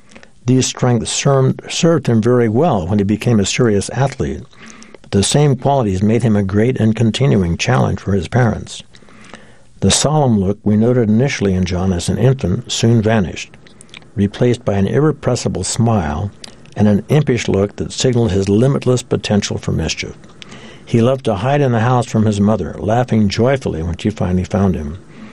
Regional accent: California, United States; those biases never took root in our hearts as we grew up in California.

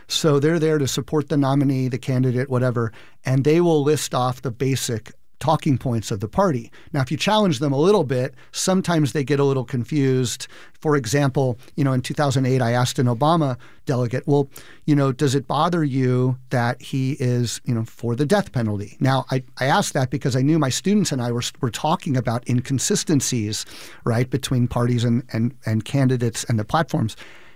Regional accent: Tucson, Arizona, United States; look, I'm a teacher from Tucson, Arizona. I teach government and politics.

